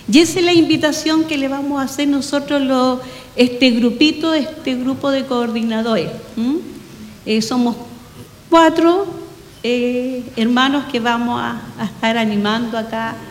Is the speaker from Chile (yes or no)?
yes; Chile; ¿ya? Mi lugar de donde vengo es de acá, de la comuna de Coihue.